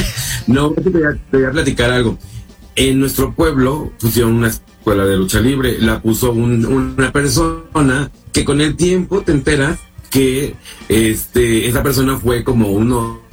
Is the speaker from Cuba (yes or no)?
no; Xico, Veracruz, Mexico; now in Mexico City, Mexico; soy de Jico, Veracruz. La verdad, pues estoy viviendo en Ciudad de México y me gusta mucho la Ciudad de México y extraño mucho mi pueblo